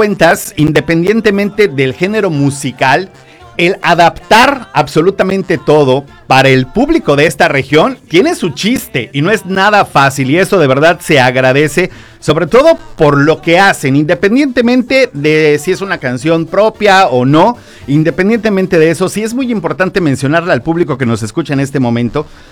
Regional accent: Yucatán, Mexico; los yucatecos somos más de cumbia.

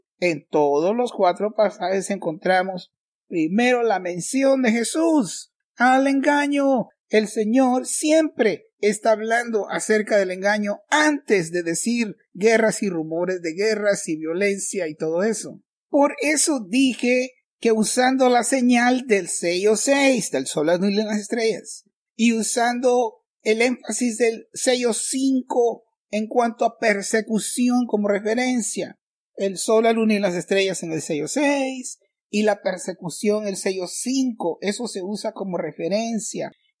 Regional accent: Honduras; Yo soy hondureño

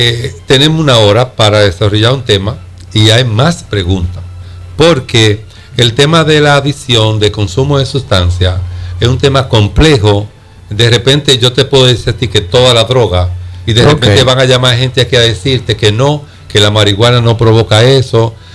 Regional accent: Puerto Plata, Dominican Republic; somos de Puerto Plata

